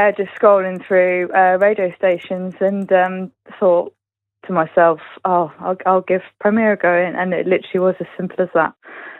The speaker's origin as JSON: {"language": "English", "town": "Wellingborough", "region": "East Midlands", "country": "United Kingdom", "said": "I'm from Wellingborough in Northamptonshire."}